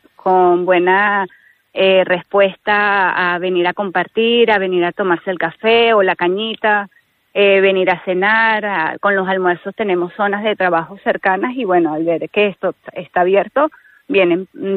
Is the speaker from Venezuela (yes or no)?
yes; Venezuela; now in Spain; yo soy venezolana, somos venezolanos nosotros acá en España